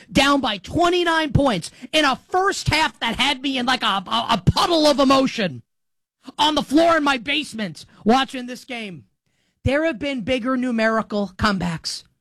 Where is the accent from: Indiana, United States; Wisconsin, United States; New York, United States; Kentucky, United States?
New York, United States; Because we're from New York.